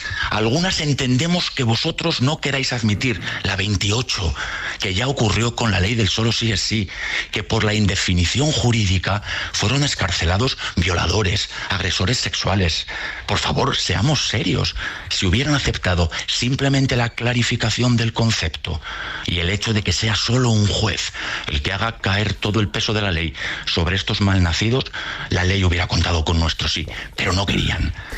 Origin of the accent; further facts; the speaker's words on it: Spain; pero a todos como españoles y españolas nos han colocado en un ejemplo para otros países.